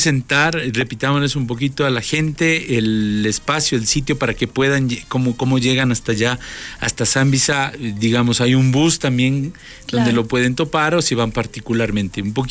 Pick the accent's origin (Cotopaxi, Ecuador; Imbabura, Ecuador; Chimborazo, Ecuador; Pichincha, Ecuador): Pichincha, Ecuador; en mi pueblito, allá en el Tingo